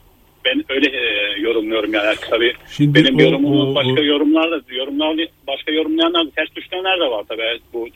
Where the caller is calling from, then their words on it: Austria; Avusturya'dan arıyorum.